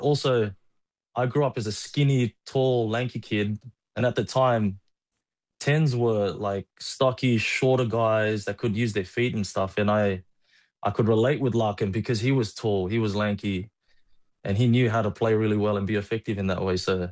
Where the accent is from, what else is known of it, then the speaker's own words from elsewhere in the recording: New South Wales, Australia; So obviously you're surrounded by the NRL when you're you're growing up in Australia, so you always wanted to try it.